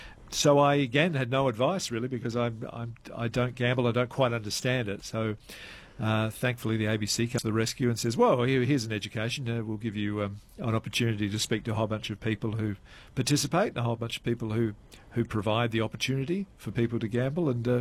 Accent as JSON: {"language": "English", "region": "South Australia", "country": "Australia", "said": "I'm from South Australia"}